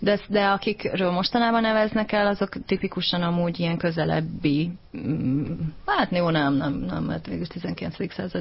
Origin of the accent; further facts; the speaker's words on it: Gödöllő, Pest, Hungary; Gödöllőiként